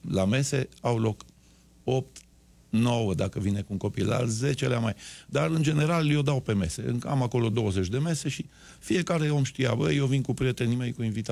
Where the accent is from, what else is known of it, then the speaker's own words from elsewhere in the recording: Transylvania, Romania; moved away as an adult; Nu puteam eu din Ardeal să fac balul.